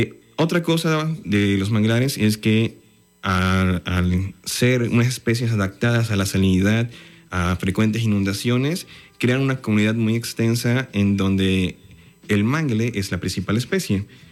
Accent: Alvarado, Veracruz, Mexico; aunque soy de Alvarado, ¿no? Soy alérgico.

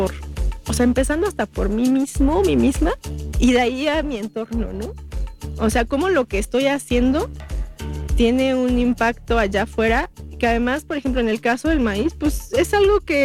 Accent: Mexico

